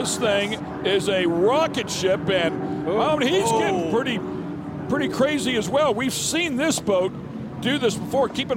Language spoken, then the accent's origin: English; Florida, United States; Born and raised in Central Florida.